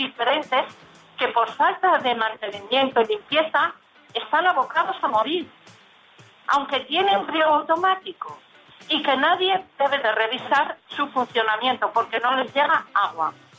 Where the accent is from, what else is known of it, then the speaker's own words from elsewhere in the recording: Benavente, Castile and León, Spain; born there; Soy una ciudadana de Benavente que me gusta esta ciudad porque en ella he nacido